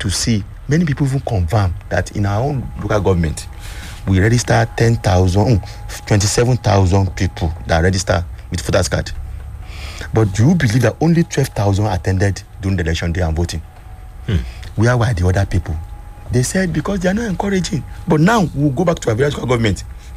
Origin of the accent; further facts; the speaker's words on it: Kwara, Nigeria; because I'm from Kwara.